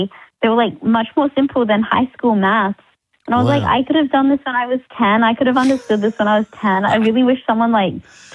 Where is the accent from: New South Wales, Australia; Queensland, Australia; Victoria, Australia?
Queensland, Australia; Cairns; When I was growing up in Cairns, I really wanted to learn how to code. Like when I was 10 or 11, I was like, oh, I really want to learn coding.